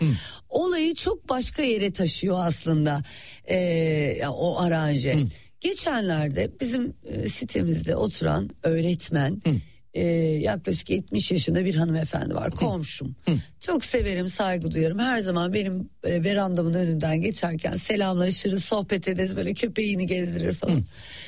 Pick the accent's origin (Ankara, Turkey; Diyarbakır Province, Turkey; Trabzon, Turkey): Trabzon, Turkey; Ve biz de Karadenizliyiz biliyorsun. Baba tarafından evet. Trabzonluyuz.